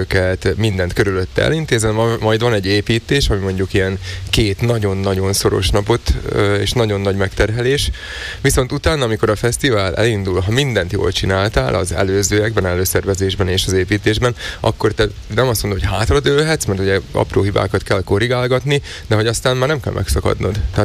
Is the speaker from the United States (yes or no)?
no; Slovakia; szlovákiai magyarok vagyunk